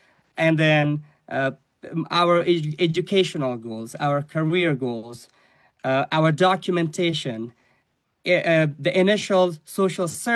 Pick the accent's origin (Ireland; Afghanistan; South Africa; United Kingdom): Afghanistan; now in Roanoke, United States; I am from Afghanistan.